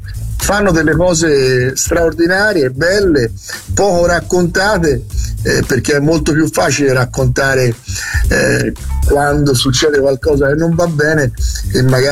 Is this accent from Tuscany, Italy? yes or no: yes; Florence, Tuscany, Italy; siamo fiorentini e non siamo senesi.